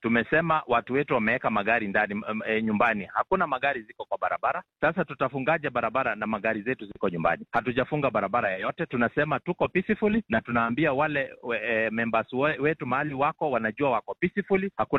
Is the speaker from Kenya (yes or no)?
yes; Kenya; sisi wote ni wa Kenya